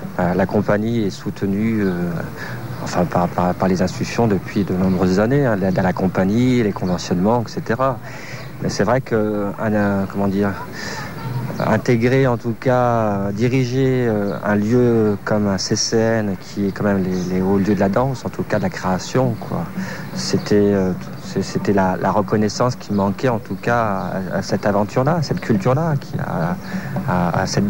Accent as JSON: {"language": "French", "town": "Lyon", "region": "Auvergne-Rhône-Alpes", "country": "France", "tie": "born or raised there", "said": "Moi, je suis un Lyonnais. Je suis né à Lyon, j'ai grandi à Lyon et je suis issu de ce qu'on appelle une double culture. Mes parents sont algériens."}